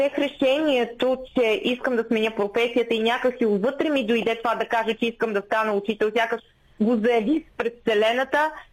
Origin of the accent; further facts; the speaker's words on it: Kardzhali, Kardzhali Province, Bulgaria; moved away as an adult; also born or lived in Sofia; идвам от София, където работех в сферата на маркетинга и рекламата. Идвайки в град Кърджали, любовта ме върна в моя роден град.